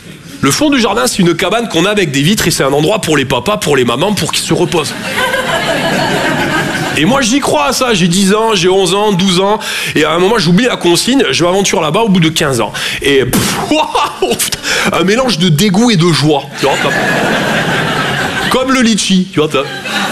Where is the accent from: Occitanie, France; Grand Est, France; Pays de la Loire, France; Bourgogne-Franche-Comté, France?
Occitanie, France; Toulouse; Je viens de Toulouse à la base. Ouais, ça s'entend un peu.